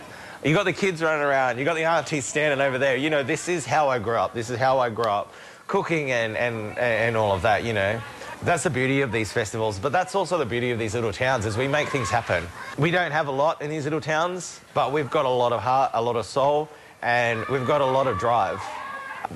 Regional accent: Carnarvon, Western Australia, Australia; So I grew up in Carnarvon. I went to school here, loved it. Absolutely beautiful place to grow up in.

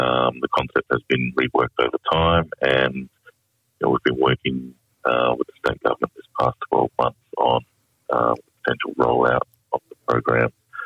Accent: Broome, Western Australia, Australia; I'm originally from Broome and have connections to Yarru and Jabba country.

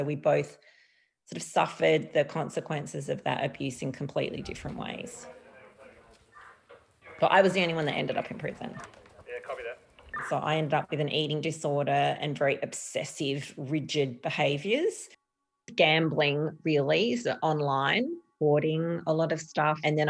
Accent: Adelaide, South Australia, Australia; born or raised there

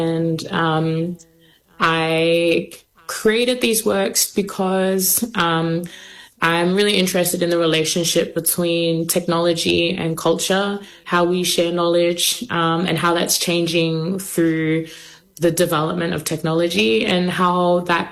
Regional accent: Western Australia, Australia; also born or lived in New Zealand; So I was born in Aotearoa, raised here in Western Australia, in Binjarabuja, and I'm of Tokelauan, Fijian, and Uvian descent.

